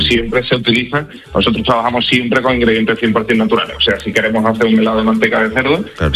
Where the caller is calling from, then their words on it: Seville, Andalusia, Spain; Nosotros lo hicimos aquí en Sevilla.